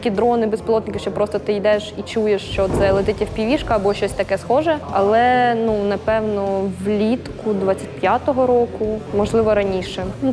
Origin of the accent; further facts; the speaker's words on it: Velykyi Burluk, Kharkiv Oblast, Ukraine; Я з Великого Бурлука, це Куп'янський район. Наразі там дуже складна ситуація, тобто майже кожного дня моє рідне місто підвергається атакам безпілотників